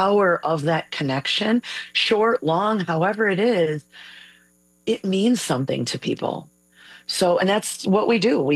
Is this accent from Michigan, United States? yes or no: no; Illinois, United States; I grew up way in the northwest suburbs on the Fox River.